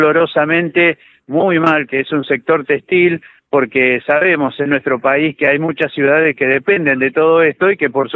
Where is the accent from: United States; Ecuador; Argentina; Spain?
Argentina; A nosotros como argentinos nos hace muy bien, ¿no?